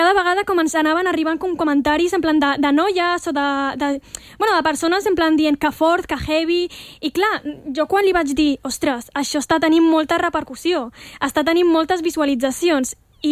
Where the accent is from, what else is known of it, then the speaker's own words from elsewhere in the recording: L'Hospitalet de Llobregat, Catalonia, Spain; born there; Jo sempre dic que soc nascuda aquí. De fet, he nascut a l'Hospitalet de Llobregat, així que catalana i d'origen marroquí.